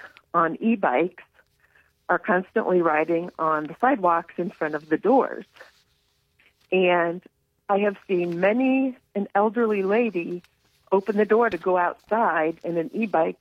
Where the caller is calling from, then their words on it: Summit County, Ohio, United States; Actually, I live in Summit County, but this is in Portage County.